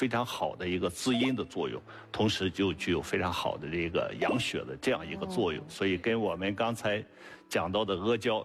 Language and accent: Chinese; Shandong, China; accent: Shandong dialect; 我们山东话叫摁钉